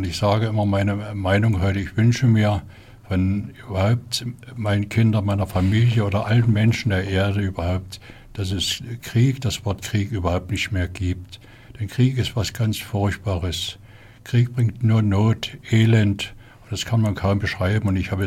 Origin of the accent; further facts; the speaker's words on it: Silesian Voivodeship, Poland; Ich bin ja 1945, im Februar, musste ich meine Heimat Schlesien verlassen, das heutige Polen.